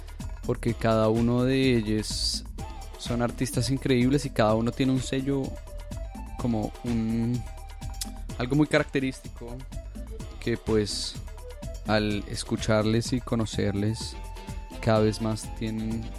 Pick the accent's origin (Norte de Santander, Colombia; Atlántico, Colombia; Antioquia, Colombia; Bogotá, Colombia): Bogotá, Colombia; y ese tiempo allá me sirvió bastante para conocer también la escena local de mi territorio y pues de donde vengo, que es Bogotá.